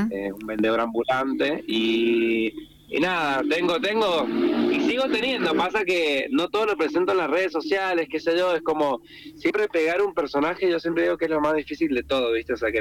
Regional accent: San Juan, Argentina; moved away as an adult; now in Germany; yo también soy sanjuanino y digo, tengo tanto, pero porque soy de acá

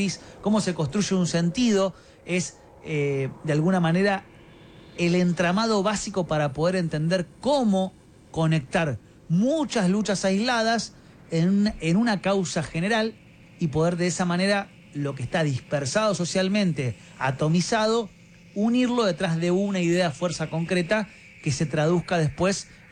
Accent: Argentina; para los que somos argentinos

